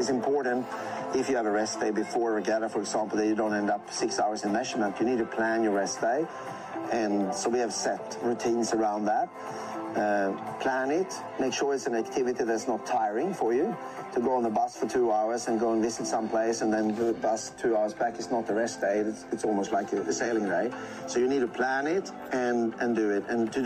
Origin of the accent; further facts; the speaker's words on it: Sweden; now in Australia; I'm from Sweden originally and I've lived in WA since 2013